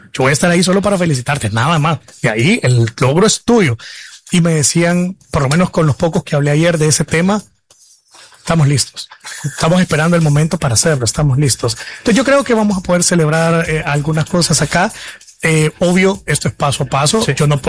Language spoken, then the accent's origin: Spanish; El Salvador